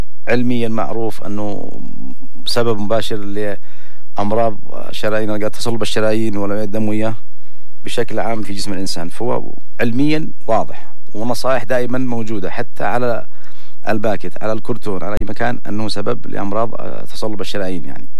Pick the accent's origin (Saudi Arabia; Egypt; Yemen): Yemen; عندنا في اليمن